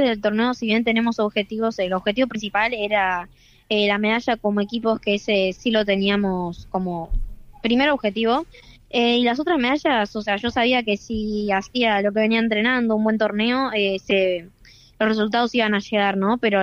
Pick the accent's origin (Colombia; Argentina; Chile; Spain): Argentina; Pilar, Buenos Aires Province; soy de Pilar.